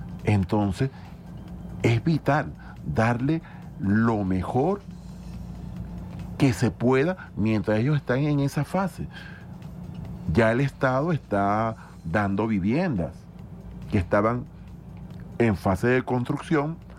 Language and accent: Spanish; Venezuela; yo tengo que responderle a un país como venezolano.